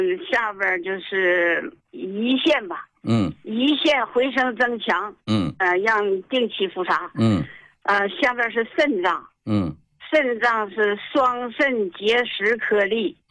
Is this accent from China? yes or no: yes; Dalian, Liaoning, China; 说实在的，我是大连的